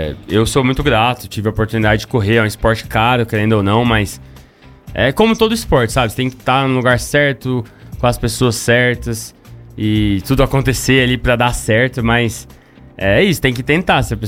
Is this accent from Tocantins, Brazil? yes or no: yes; Palmas, Tocantins, Brazil; also born or lived in Brasília; Eu sou do Tocantins, né, de Palmas, mas quando eu comecei a correr de kart não tinha kartódromo lá, então quando eu era molequinho ali, 6, 7, 8 anos, minhas corridas eram todas aqui no kartódromo do Guará.